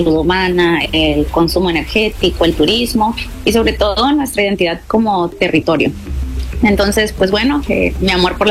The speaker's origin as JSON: {"language": "Spanish", "region": "Baja California Sur", "country": "Mexico", "said": "el lugar donde antes vivía, que era Baja California Sur. Yo soy de acá, de la Baja, y bueno, me regreso"}